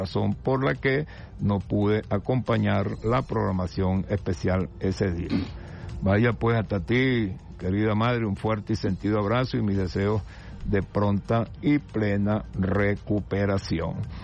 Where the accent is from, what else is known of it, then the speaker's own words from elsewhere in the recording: Puerto Cabello, Carabobo, Venezuela; Puerto Cabello, mi ciudad natal.